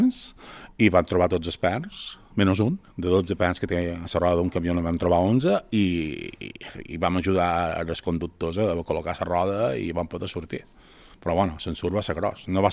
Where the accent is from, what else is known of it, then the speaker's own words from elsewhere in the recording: Llubí, Balearic Islands, Spain; estava en un grupament d'escolta de Mallorca, jo som mallorquí, som de Llubí, estava en un grupament de Palma